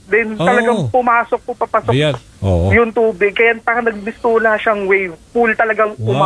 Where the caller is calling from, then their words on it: Caloocan, Metro Manila, Philippines; Taga Bagong Barrio, Caloocan po ako.